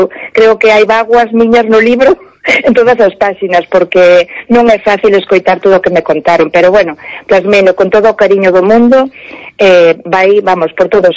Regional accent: Piñor, Galicia, Spain; de Barrán, de Piñor, que é donde son eu

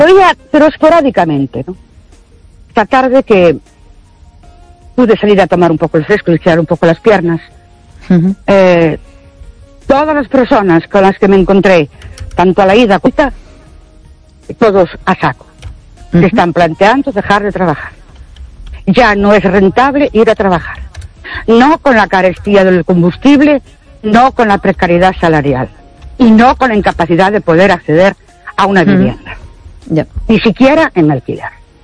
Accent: Ourense, Galicia, Spain; Buenas noches … de Orense.

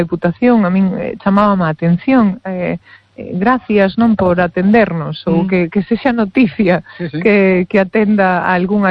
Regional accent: Burela, Galicia, Spain; para min pois son de Burela igual que son eu.

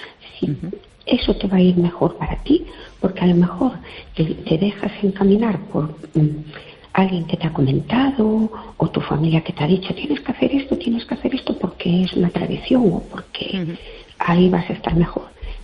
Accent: Jerez de la Frontera, Andalusia, Spain; Buenas noches … de Jerez, ¿qué tal?

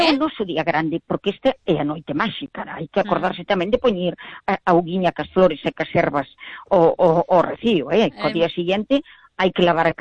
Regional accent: Mandán, Galicia, Spain; Pois sí, porque vouche contar, xa fai 40 anos, eu xa fora... da Comisión de Festas en Mandán, no meu pobo.

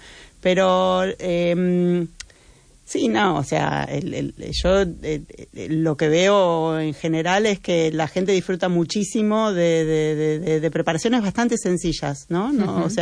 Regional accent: Canada; Spanish is a second language; Y en Canadá, de donde soy, es que comida es, bueno...

